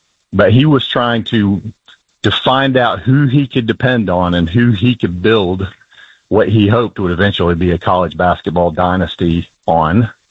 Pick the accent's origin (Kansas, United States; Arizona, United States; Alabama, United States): Alabama, United States; I grew up in Alabama, so I understood that unique culture of Alabama football.